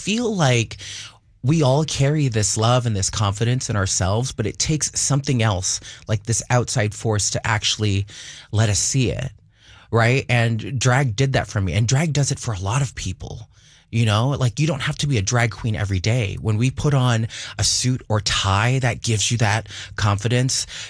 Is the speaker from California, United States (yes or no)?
yes; Fresno, California, United States; born there; moved away; also born or lived in Massachusetts; I did do some growing up in Fresno, California